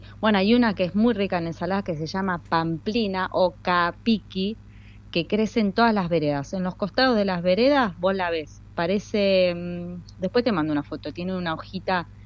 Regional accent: La Plata, Buenos Aires Province, Argentina; moved away as an adult; now in Tierra del Fuego, Argentina; Yo soy platense, hace 5 años vivo acá

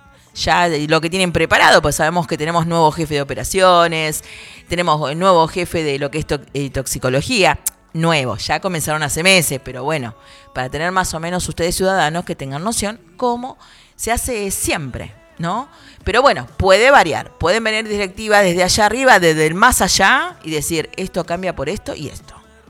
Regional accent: Argentina; Somos argentinos.

